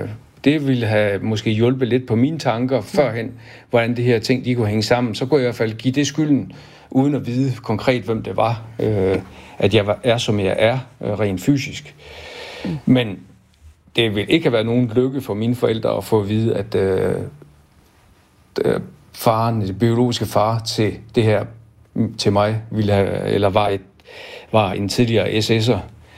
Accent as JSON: {"language": "Danish", "region": "North Denmark Region", "country": "Denmark", "tie": "born or raised there", "said": "Jeg er opvokset i Thy og har været rigtig glad for det. Jeg har haft verdens bedste forældre deroppe"}